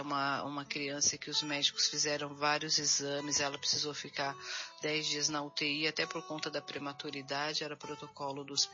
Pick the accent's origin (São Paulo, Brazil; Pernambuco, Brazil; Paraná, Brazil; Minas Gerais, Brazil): São Paulo, Brazil; São Bernardo do Campo; eu sou de São Bernardo do Campo.